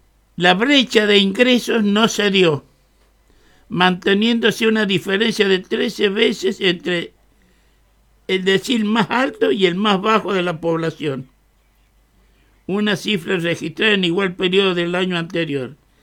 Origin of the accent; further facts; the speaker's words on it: Argentina; ¿Qué podemos conseguir como argentinos?